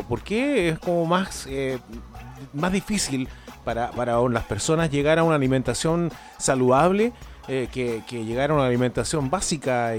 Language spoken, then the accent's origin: Spanish; Talca, Maule, Chile; moved away; yo soy oriundo de la séptima región de Talca, y en la casa donde viví mi juventud, ahí está lleno de naranjos.